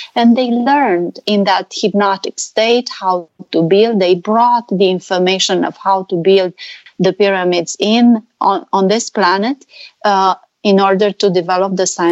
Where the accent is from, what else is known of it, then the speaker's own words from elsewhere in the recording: Romania; Yes, I'm not Hungarian. I'm from Romania